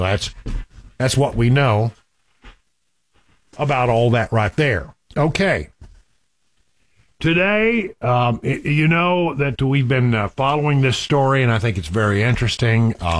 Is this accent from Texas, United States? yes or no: yes; Odessa, Texas, United States; now in Nashville, United States; my old hometown of Odessa, Midland. I'm from Odessa